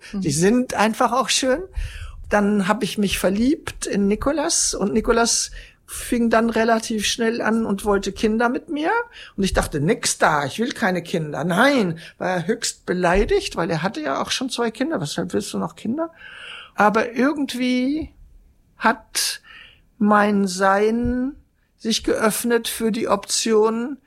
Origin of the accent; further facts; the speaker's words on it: Germany; Eindeutig Europäerin, viele haben auch getickt, ich bin eine Deutsche, was will die eigentlich hier?